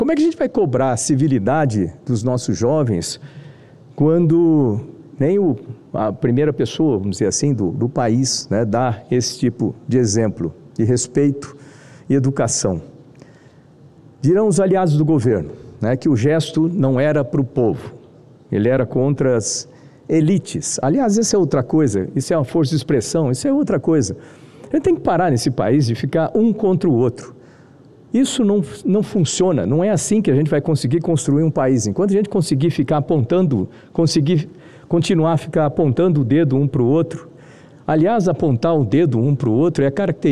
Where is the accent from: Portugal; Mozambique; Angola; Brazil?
Brazil